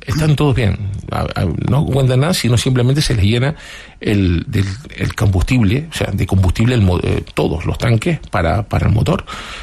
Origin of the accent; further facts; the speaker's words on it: Playa Santiago, Canary Islands, Spain; se casó en mi pueblo, en Playa Santiago